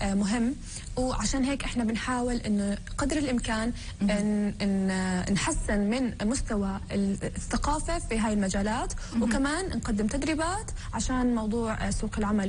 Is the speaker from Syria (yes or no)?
no; Palestine; إحنا كفلسطينيين